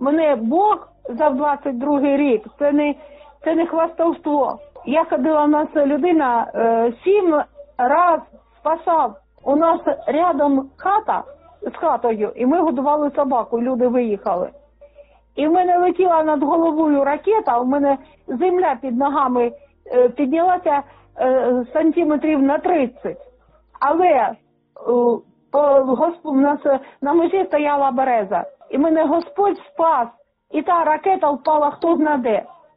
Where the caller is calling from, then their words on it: Kharkiv Oblast, Ukraine; Із Харківщини.